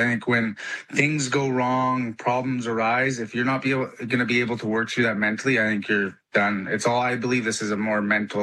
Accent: British Columbia, Canada; And then growing up in Canada and in northern British Columbia, like I've seen the cold temperatures, I've camped in them, I've hunted in them.

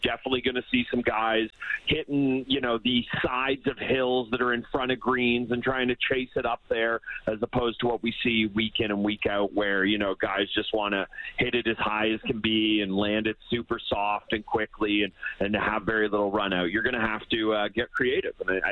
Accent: Canada; as a Canadian golf fan

